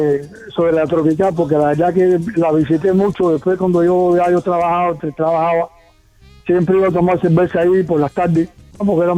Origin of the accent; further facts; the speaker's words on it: Marianao, Havana, Cuba; moved away; yo soy de Marianao y de niño, siempre estaba en el establo